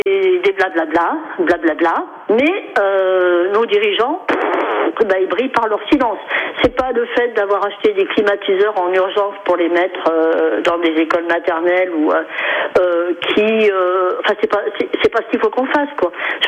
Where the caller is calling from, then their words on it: Morestel, Auvergne-Rhône-Alpes, France; Voilà, je suis de Morestel, oui.